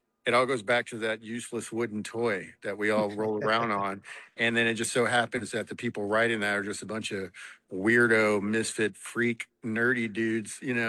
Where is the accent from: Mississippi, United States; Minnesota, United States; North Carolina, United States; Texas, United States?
Texas, United States; but growing up in Texas, it was always like big boys, you know?